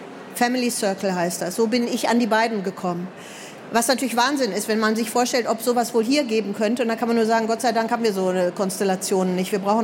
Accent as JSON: {"language": "German", "country": "Germany", "said": "Und man fragt sich als Deutscher, als ich mit denen gesprochen habe, da fragte ich sie, wie hältst du das überhaupt aus?"}